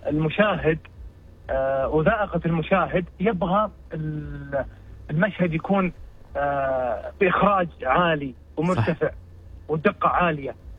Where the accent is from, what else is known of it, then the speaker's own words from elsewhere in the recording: Saudi Arabia; أنا سعودي